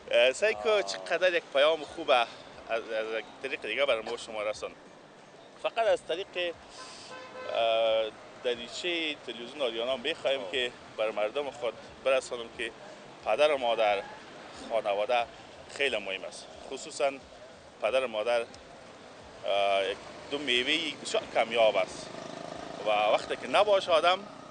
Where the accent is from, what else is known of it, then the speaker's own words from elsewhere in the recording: Baghlan, Afghanistan; ما از بغلان هستیم